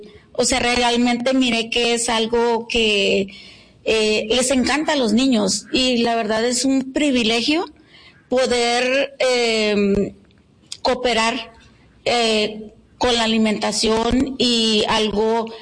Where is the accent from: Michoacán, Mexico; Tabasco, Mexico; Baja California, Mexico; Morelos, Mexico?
Baja California, Mexico; Mexicali; moved away; Yo soy del Valle de Mexicali, del Ejido Hermosillo. Me vine aquí en el año 92